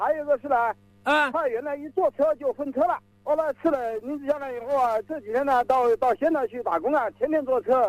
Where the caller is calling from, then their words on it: Xiantao, Hubei, China; 我是仙桃通海口的，连蛮村五组。